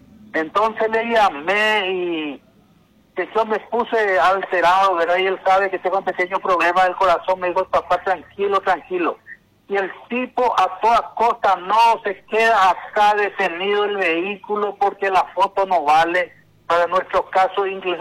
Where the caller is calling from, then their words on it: Altos, Cordillera, Paraguay; le llamo de Altos.